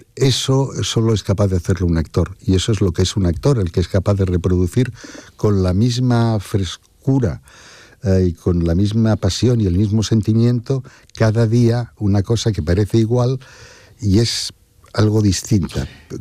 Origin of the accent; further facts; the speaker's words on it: Barcelona, Catalonia, Spain; moved away; also born or lived in Madrid / Paris / Venice; No, porque yo me fui de Barcelona hace muchos años, en el 83 me vine a Madrid, después ya me fui a vivir a París, después estuve viviendo en Venecia cuando dirigí la Bienal